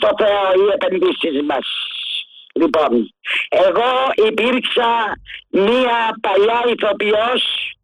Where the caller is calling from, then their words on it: Greece; Είμαστε Έλληνες και Χριστιανοί.